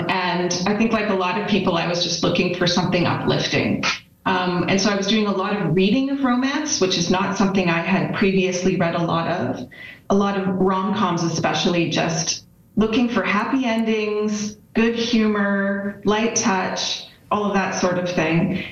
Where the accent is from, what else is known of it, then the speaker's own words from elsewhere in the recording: Calgary, Alberta, Canada; moved away; also born or lived in New York City, United States; I was born and raised in Calgary, but in some ways a born New Yorker.